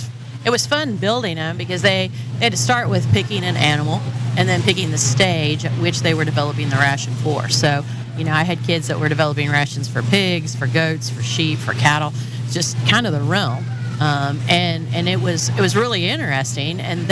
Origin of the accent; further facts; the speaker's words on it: Wellington, Kansas, United States; also born or lived in Abilene; then I moved to Abilene and then finally back down to kind of where I grew up around the Wellington area. So I've been there for 18 years now.